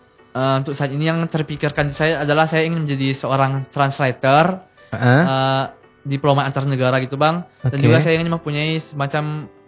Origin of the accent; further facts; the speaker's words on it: Indonesia; saya kan sebagai perwakilan dari Indonesia lah bang